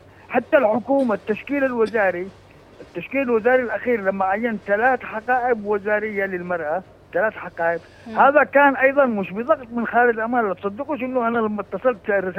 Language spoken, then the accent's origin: Arabic; Yemen; عندنا في اليمن